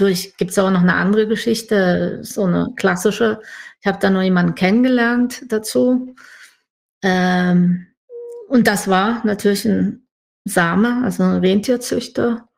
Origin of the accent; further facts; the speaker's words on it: Halle, Saxony-Anhalt, Germany; moved away as an adult; now in Sweden; ich bin aus Halle, Hallenserin.